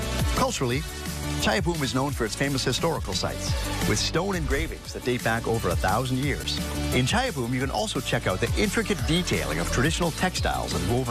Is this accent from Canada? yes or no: yes; Canada; Thai is a second language; now in Thailand; อาจจะเป็นคนแรกนะครับเพราะว่าผมเป็นชาวแคนาดา